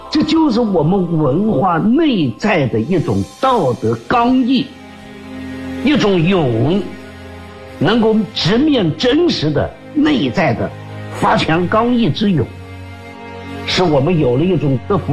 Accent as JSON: {"language": "Chinese", "country": "China", "said": "我们中国人"}